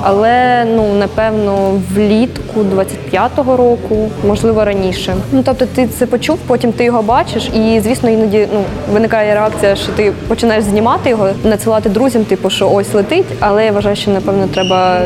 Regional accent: Velykyi Burluk, Kharkiv Oblast, Ukraine; Я з Великого Балука, це Куп'янський район.

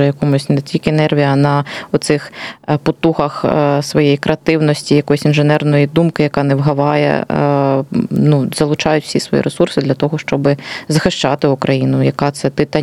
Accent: Kharkiv, Kharkiv Oblast, Ukraine; Я теж з Холодної Гори.

